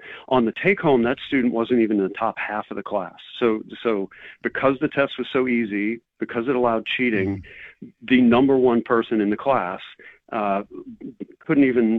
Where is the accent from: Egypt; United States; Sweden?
United States; New Orleans, Louisiana; I'm from New Orleans.